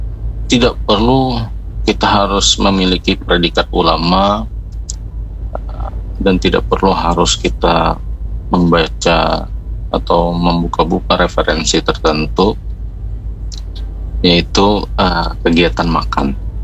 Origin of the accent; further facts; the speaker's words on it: South Kalimantan, Indonesia; kalau kita orang Banjar terutama, ini juga sudah menjadi tradisi bahwa saat makan itu kita seringkali terutama di dalam rumah itu budaya atau tradisi makan bersama ini masih lestari hingga saat ini